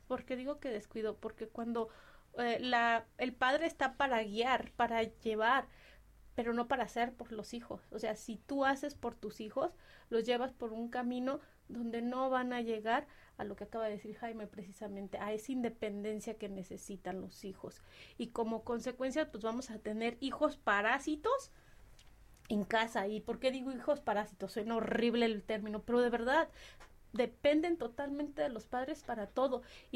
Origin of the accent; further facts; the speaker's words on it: Uruapan, Michoacán, Mexico; yo soy de Uruapan